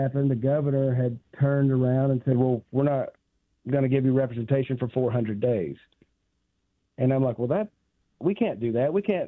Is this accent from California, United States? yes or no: no; Cecil, Arkansas, United States; I'm from Cecil, Arkansas. I'm sixth generation there to my community.